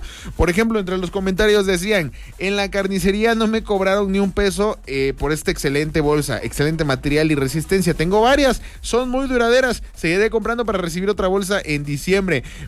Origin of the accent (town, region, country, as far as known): Mexico